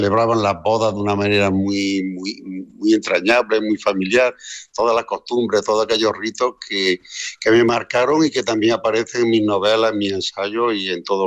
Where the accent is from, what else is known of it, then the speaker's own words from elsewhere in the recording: Andalusia, Spain; como todos los pueblos andaluces de aquel tiempo, pero también había un matiz, que es que cerca de mi pueblo había un poblado minero, El Soldado, había una gran mina de plomo